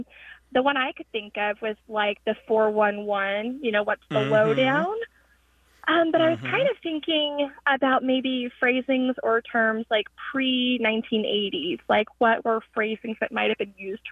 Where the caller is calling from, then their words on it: Denton, Texas, United States; I'm calling from Denton, Texas.